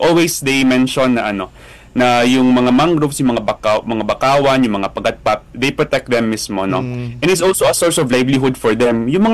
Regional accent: Talisay, Negros Island Region, Philippines; I'm from Talisay City, Negros Occidental po. I'm from Negros.

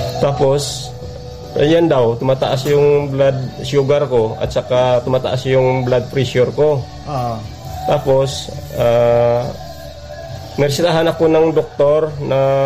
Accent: Western Visayas, Philippines; Abiera Sebastian Antique.

